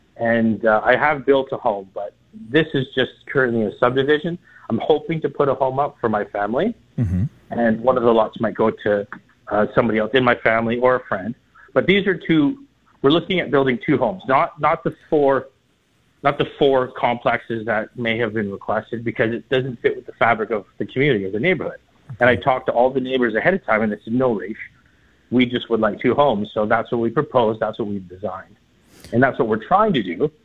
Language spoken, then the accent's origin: English; Port Alberni, British Columbia, Canada; born there; Like I was born in Port Alberni.